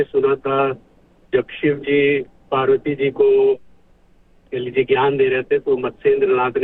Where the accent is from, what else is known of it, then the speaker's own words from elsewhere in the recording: Gorakhpur, Uttar Pradesh, India; मैं गोरखपुर में पला बढ़ा हूँ.